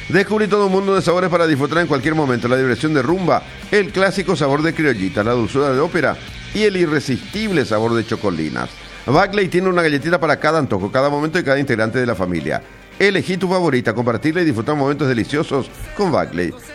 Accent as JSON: {"language": "Spanish", "country": "Paraguay", "said": "De Villa del Rosario. Nosotros somos de General aquí, María Auxiliadora."}